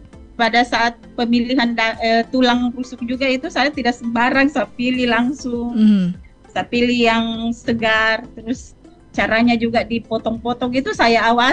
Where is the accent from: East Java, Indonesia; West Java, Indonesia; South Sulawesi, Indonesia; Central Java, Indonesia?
South Sulawesi, Indonesia; Sinjai; now in Kendari, Indonesia; Saya asli Sinjai.